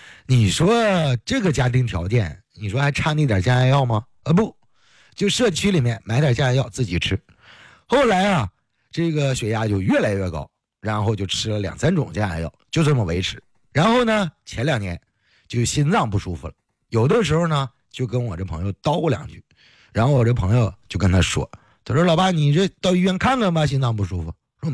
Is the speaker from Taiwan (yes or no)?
no; Heilongjiang, China; 咱是黑龙江人